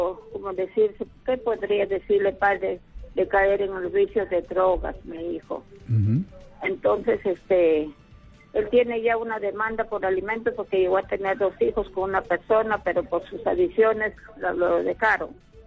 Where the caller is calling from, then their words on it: Piura, Peru; La vida acá en Piura está, bueno, hace frillito, pero hace cosito.